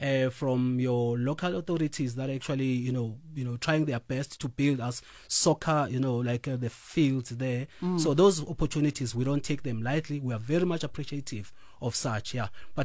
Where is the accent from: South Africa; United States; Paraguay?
South Africa; Umzimkulu, KwaZulu-Natal; I'm born and bred. I'm from Mzimkulu, yes.